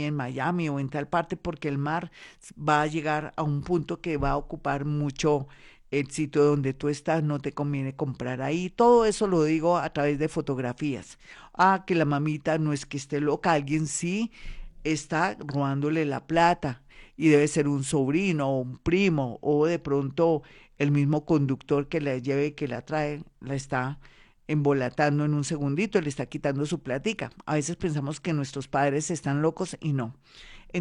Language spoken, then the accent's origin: Spanish; Bogotá, Bogotá Capital District, Colombia; somos de Bogotá